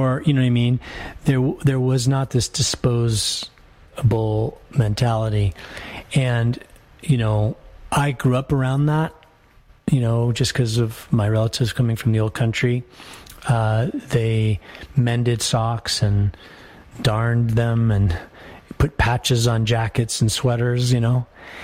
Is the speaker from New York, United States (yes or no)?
no; Colorado, United States; born there; moved away as an adult; I came from Colorado